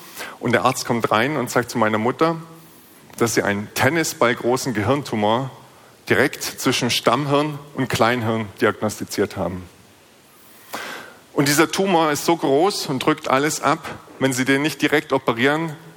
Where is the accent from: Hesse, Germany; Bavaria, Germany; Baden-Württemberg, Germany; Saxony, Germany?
Baden-Württemberg, Germany; moved away; Ich komme aus Baden-Württemberg ursprünglich